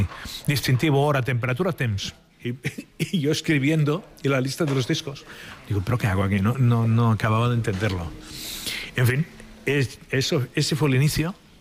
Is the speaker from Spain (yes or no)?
yes; Barcelona, Catalonia, Spain; Yo soy de San Andreu, es un barrio que está bastante lejos